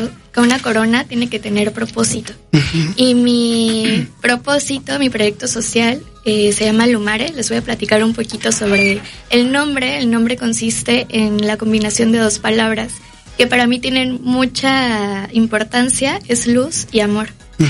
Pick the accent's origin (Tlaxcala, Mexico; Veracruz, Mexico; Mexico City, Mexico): Veracruz, Mexico; la mujer mexicana no solo es belleza, es inteligencia, propósito y fortaleza. Nosotras nos levantamos día a día para lograr nuestros sueños